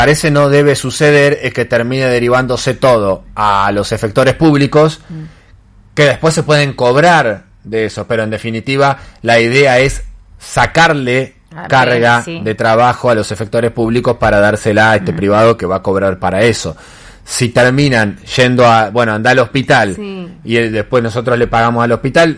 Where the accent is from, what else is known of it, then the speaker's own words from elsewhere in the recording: Tostado, Santa Fe, Argentina; moved away; Y en Tostado, por ejemplo, ¿no? Que es el lugar de donde vengo.